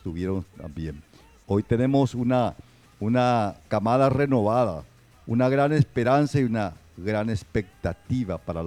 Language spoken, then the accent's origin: Spanish; Fram, Itapúa, Paraguay; Somos personas de Fran.